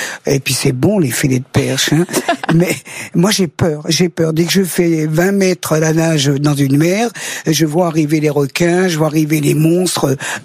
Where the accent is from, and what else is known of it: Auvergne-Rhône-Alpes, France; moved away